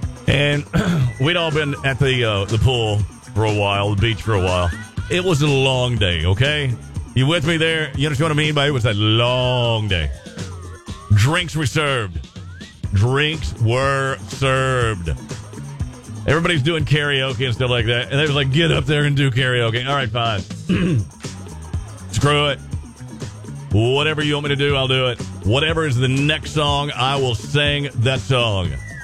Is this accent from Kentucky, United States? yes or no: yes; Kentucky, United States; Now, you know I'm from Kentucky, right?